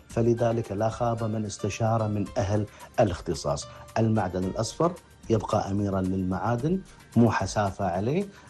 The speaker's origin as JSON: {"language": "Arabic", "country": "Kuwait", "said": "عندنا بالكويت ما يقارب 23 شركة معتمدة"}